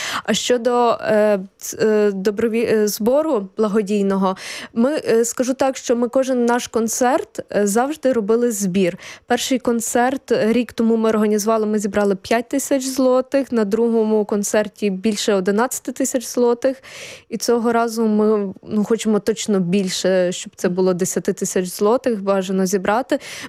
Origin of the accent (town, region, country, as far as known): Ternopil Oblast, Ukraine; born or raised there; also born or lived in Kyiv